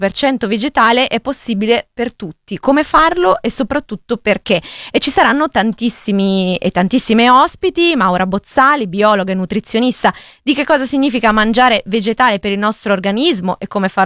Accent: Piedmont, Italy; io vengo dal Piemonte

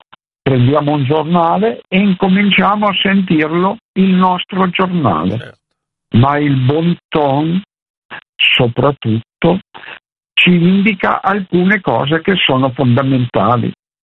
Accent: Piedmont, Italy; Io sono piemontese

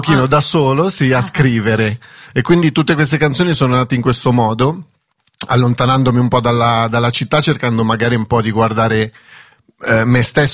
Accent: Milan, Lombardy, Italy; born there; io sono di Milano, sono nato qua

